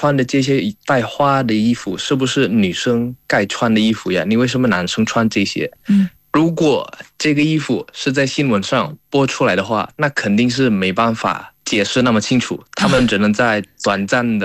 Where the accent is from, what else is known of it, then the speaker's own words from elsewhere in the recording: Indonesia; 比如说，我作为一个印尼人，我不仅可以了解中华文化，但是我也会问，我作为印度尼西亚的代表，印度尼西亚年轻人的代表